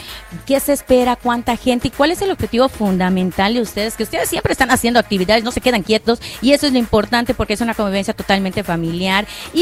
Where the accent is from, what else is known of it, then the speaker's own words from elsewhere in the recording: Mexico; como buenos mexicanos solemos llegar tarde.